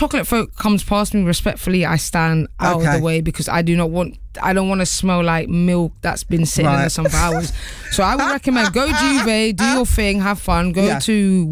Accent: London, United Kingdom; I think growing up, born and raised, you know, I've been there for 30 plus years now.

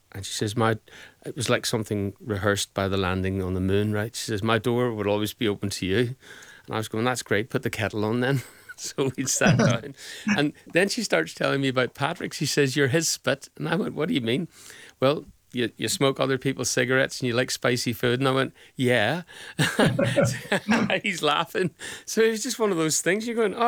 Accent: Derry, Northern Ireland, United Kingdom; I grew up in Derry

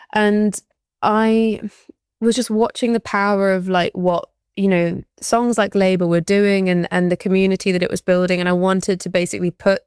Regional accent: Ashbourne, East Midlands, United Kingdom; moved away; a child of like the rural English countryside, and growing up in Ashbourne, it's like I feel so fond and connected to it still

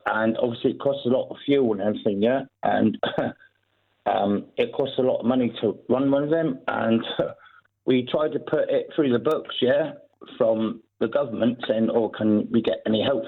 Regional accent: South West England, United Kingdom; I don't really know anything from Wales. So I'm from Cornwall.

